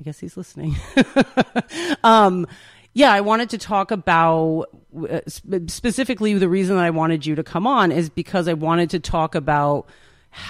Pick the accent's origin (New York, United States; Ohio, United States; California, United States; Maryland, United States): New York, United States; Germantown; moved away as an adult; now in Catskill, United States; I'm not from Catskill. I'm from Germantown originally, like you said, left to go to college. You know, I stayed for about 10 years away and then came back, and now we live in Catskill.